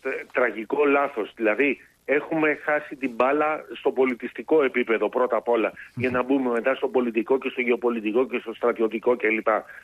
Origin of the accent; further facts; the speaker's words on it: Greece; εμάς εδώ σαν Έλληνες και σαν αριστερούς Έλληνες